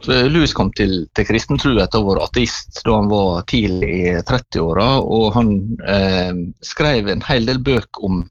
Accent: Møre og Romsdal, Norway; moved away as an adult; now in Sotra, Bergen, Norway; Jeg jo egentlig remeværing, så jeg har vokst opp I Trærøy og bodde der til, ja, jeg var ferdig på videregående, og det synes jeg ikke så lenge siden, men det visst 25 år. Så nå jeg bodd I Bergen oppe på Sotra

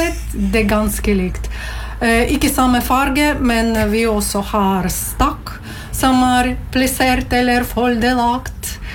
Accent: Latvia; now in Norway; Jag kom från Latvia. Och så bor i Norge 14 år.

